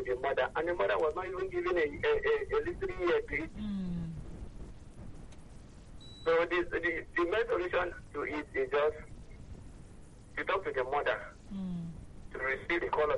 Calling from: Lupeju, Lagos, Nigeria; I'm calling from Lupeju.

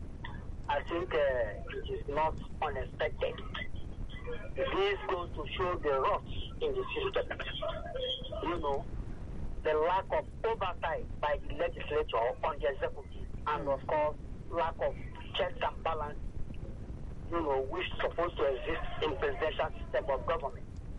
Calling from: Nigeria; I'm calling from Abarunjan, Ikoto.

